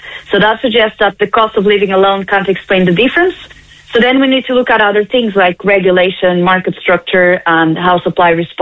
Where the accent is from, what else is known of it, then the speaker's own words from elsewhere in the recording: Lisbon, Portugal; now in Dublin, Ireland; So I am from Lisbon, which is why I know the market well.